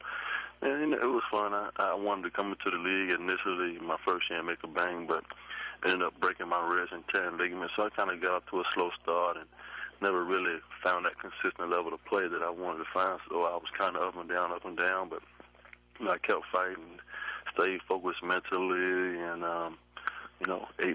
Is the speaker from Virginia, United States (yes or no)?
yes; Virginia Beach, Virginia, United States; growing up in Virginia Beach